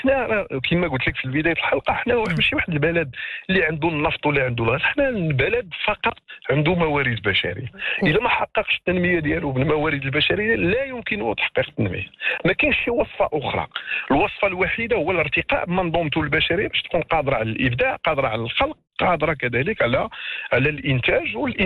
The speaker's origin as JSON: {"language": "Arabic", "country": "Morocco", "said": "أكبر مصنع كاين عندنا في المغرب"}